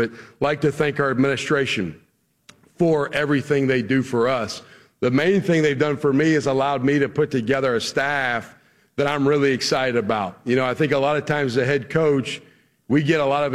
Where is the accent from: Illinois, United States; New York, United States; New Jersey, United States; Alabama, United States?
Alabama, United States; Huntsville; also born or lived in Texarkana, United States; I grew up in Huntsville, Alabama. I was born in Texarkana, Texas, but raised in North Alabama.